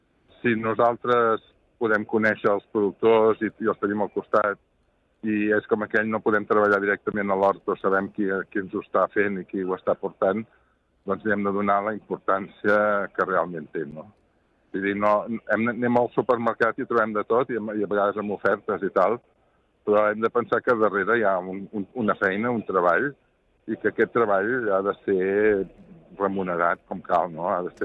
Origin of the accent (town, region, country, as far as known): Catalonia, Spain